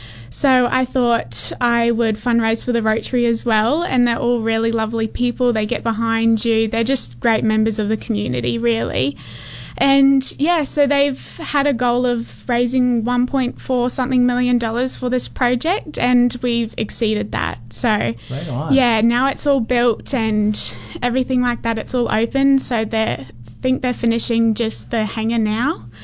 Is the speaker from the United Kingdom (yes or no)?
no; Emerald, Queensland, Australia; So I grew up in Emerald. I'm born and bred there. I have lived there my whole life